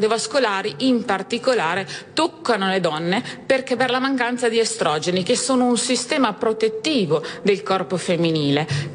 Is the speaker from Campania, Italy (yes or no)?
no; Piacenza, Emilia-Romagna, Italy; io sono di Piacenza